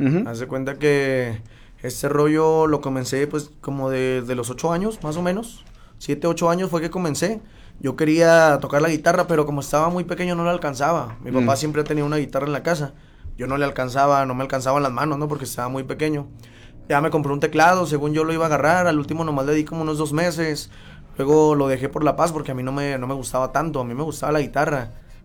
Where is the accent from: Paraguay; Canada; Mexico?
Mexico; Zacatecas; moved away as an adult; now in Fresno, United States; En el Tepetatillo, yo crecí en el Tepetatillo.